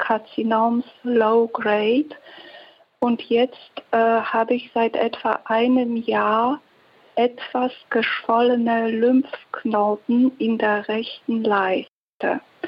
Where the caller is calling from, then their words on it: Heidelberg, Baden-Württemberg, Germany; Ich rufe aus Heidelberg an.